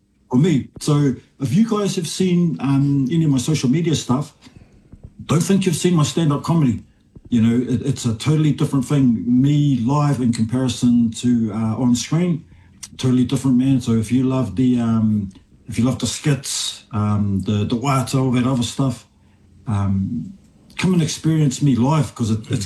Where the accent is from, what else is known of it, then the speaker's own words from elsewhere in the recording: Whanganui, Manawatū-Whanganui, New Zealand; I'm from Whanganui. I'm not even one of these big city slickers, you know, I'm not from Wellington, I'm not from Auckland